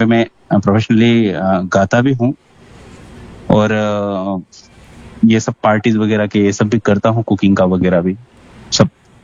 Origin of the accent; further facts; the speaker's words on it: Udaipur, Rajasthan, India; moved away as an adult; now in Mumbai, India; और मैं प्रॉपर उदयपुर राजस्थान से हूं, और लास्ट कुछ लगभग 20 सालों से मैं मुंबई में रह रहा हूं।